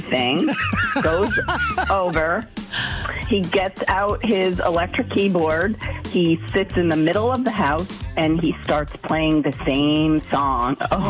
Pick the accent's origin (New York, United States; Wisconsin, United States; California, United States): Wisconsin, United States; Dodgeville; I'm from Dodgeville.